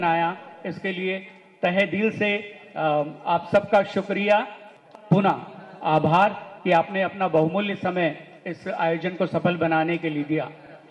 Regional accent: Bhilai, Chhattisgarh, India; मैं भिलाई का ही निवासी हूँ

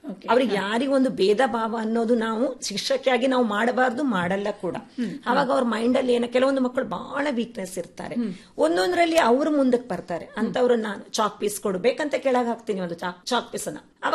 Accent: Udupi, Karnataka, India; moved away as an adult; now in Hyderabad, India; ನಾನು ಮೂಲತಃ ಶ್ರೀಕೃಷ್ಣ ಪರಮಾತ್ಮ ಹುಟ್ಟಿದ ಊರಾದ ಉಡುಪಿದ್ದು ನಾನು ಅಲ್ಲಿ, ಹಾಗೂ ನನ್ನ ತಂದೆ ತಾಯಿ, ನನ್ನ ತವರು ಮನೆ ಎಲ್ಲ ಅಲ್ಲೇ.

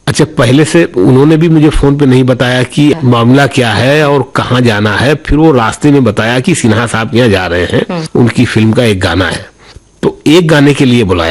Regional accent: Azamgarh, Uttar Pradesh, India; moved away; मैं आज भी आजमगढ़ जब जाता हूँ तो जिन गलियों में खेलता था उनकी शक्लें बदल गई हैं, और कुछ गलियां खत्म हो गई हैं, कुछ जगहें बदल गई हैं सब, फिर भी वहां जाता हूं मैं।

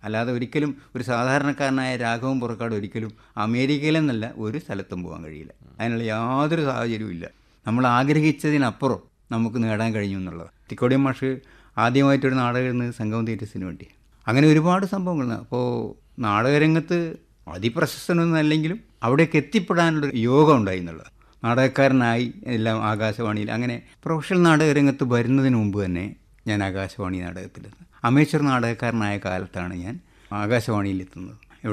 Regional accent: Kozhikode, Kerala, India; സാറേ ഞാൻ കോഴിക്കോടുകാരനാണ്

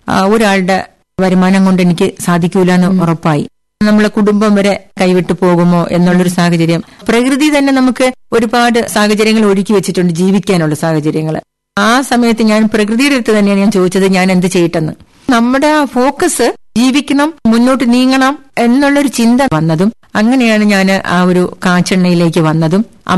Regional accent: Thiruvananthapuram, Kerala, India; born or raised there

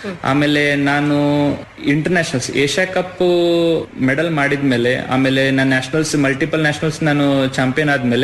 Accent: Karnataka, India; ನಾನು ಮತ್ತೆ ರಾಜು ಭಾಟಿ ಅಂತ ಇಬ್ರು ಹುಡುಗರು ನಾವು ಕರ್ನಾಟಕದಿಂದನೇ ಪಾರ್ಟಿಸಿಪೇಟ್ ಮಾಡಿದ್ವಿ.

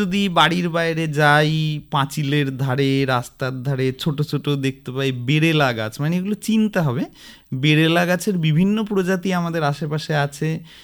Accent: West Bengal, India; মূলত আমরা যারা উত্তরবঙ্গের বাসিন্দা

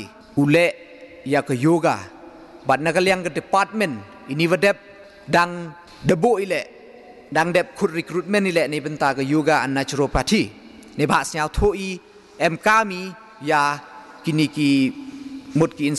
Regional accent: India; as an Indian, as a citizen of this country

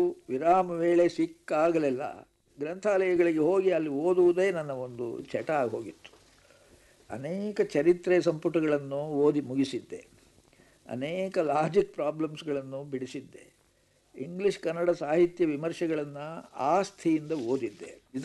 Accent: Keralapura, Karnataka, India; ಹುಟ್ಟೂರು ಕೇರಳಾಪುರ, ಅಕ್ಕಲಗೂಡು ತಾಲೂಕು, ಹಾಸನ ಜಿಲ್ಲೆ.

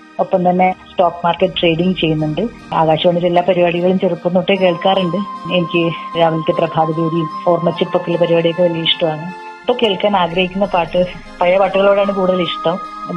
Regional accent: Payyanur, Kerala, India; now in Ambalappuzha, India; എന്റെ സ്വദേശം കണ്ണൂർ ജില്ലയിലെ പയ്യന്നൂരാണ്. ഞാൻ കുറച്ചു കാലമായിട്ട് ഇപ്പോൾ ആലപ്പുഴ അമ്പലപ്പുഴയിലാണ് താമസിക്കുന്നത്.

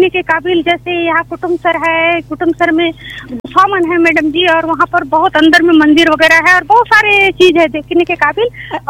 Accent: Dhanora, Chhattisgarh, India; बहुत ही सुंदर जगह है, चारों तरफ हरियाली है, पहाड़ी है, बीच में हमारा गांव है।

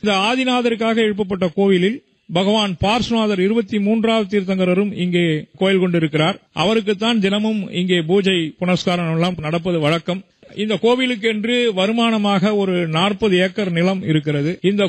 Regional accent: Vilukkam, Tamil Nadu, India; நான் இந்த விழுக்கம் கிராமத்தை சேர்ந்தவன்.

